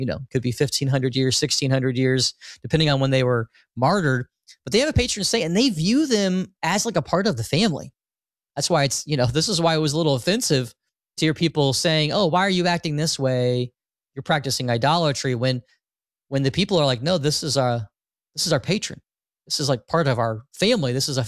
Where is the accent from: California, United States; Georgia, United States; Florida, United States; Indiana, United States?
Indiana, United States; Richmond; my hometown of Richmond, Indiana